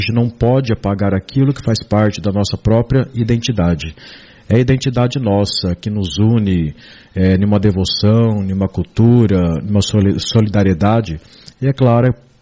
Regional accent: Gabriel Monteiro, São Paulo, Brazil; Eu lembro quando era criança em Gabriel Monteiro, quando chegava a festa de São Pedro, que lá é São Pedro, né?

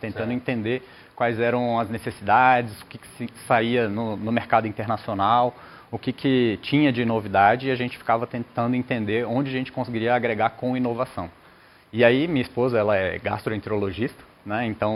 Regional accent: Brasília, Federal District, Brazil; eu sou de Brasília.

